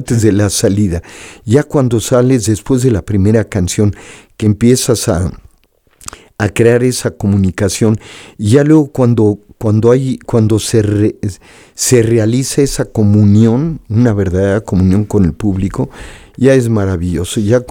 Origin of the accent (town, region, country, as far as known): Mexico